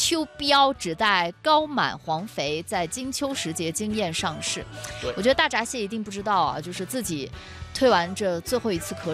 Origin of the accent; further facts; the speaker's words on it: Yunnan, China; 我们云南人永远都学不会。